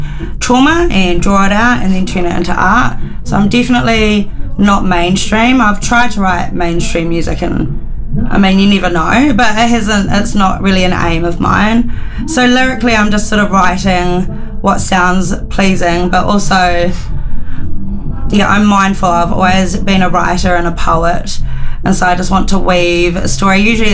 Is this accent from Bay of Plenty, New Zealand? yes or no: no; Christchurch, Canterbury, New Zealand; also born or lived in Lincoln, New Zealand; I grew up here in Ototahi. I was born in Lincoln, but I've been raised here in Christchurch.